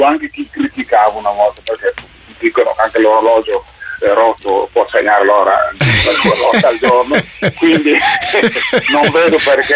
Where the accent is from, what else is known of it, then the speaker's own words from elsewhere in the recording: Guinea; Dal del mio paese, sì, in Guinea, diciamo, quindi penso, sono quasi una apolide